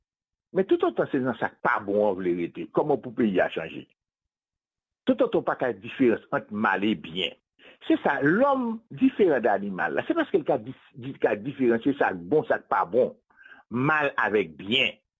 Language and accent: French; Haiti